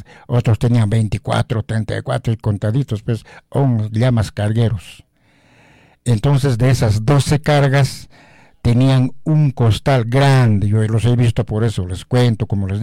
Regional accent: Ayacucho, Peru; especialmente a mi pueblo acá, Huayhuapinco, donde nosotros tenemos 4 o 5 chacras.

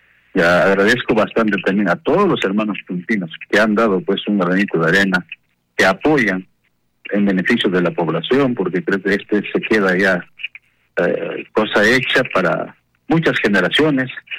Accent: Chumpi, Ayacucho, Peru; nuestro pueblo de Chumpi

